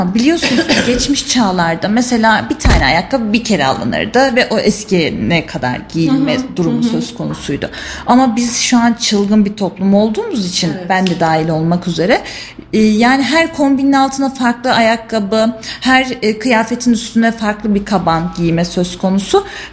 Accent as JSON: {"language": "Turkish", "region": "Kayseri", "country": "Turkey", "tie": "born there", "said": "1 Aralık 99 doğumluyum. Kayseri'de doğdum. Avşarım elhamdülillah."}